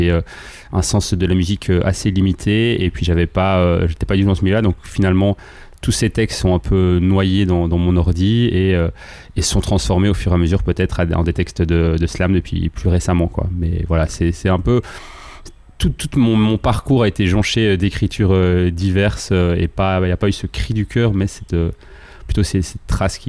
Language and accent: French; Belgium; je suis belge. J'ai grandi et vécu la majorité de ma vie tout près de Bruxelles